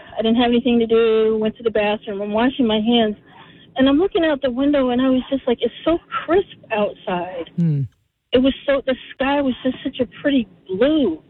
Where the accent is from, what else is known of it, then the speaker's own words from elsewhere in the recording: Newark, New Jersey, United States; now in Pennsylvania, United States; I am originally from New Jersey. I'm from Newark, New Jersey. I was in Lansdowne, Pennsylvania.